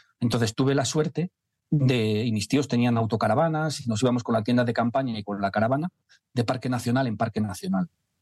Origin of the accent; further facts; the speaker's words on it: Palencia, Castile and León, Spain; Yo soy original de Palencia. Yo nací en Palencia, entonces hice la carrera en León.